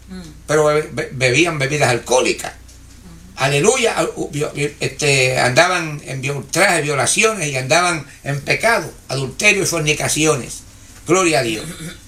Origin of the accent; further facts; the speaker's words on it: Puerto Rico; now in Pennsylvania, United States; Está aquí en Pensilvania, donde yo estoy. Pero como yo soy puertorriqueño, pienso que estoy en mi patria.